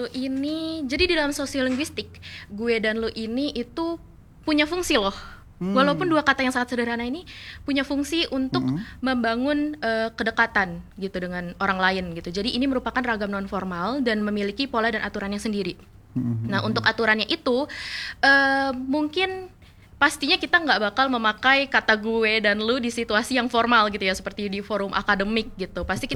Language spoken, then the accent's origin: Indonesian; Bekasi, West Java, Indonesia; Jadi saya sendiri itu berasal dari Bekasi yang secara administratif masuk Provinsi Jawa Barat gitu.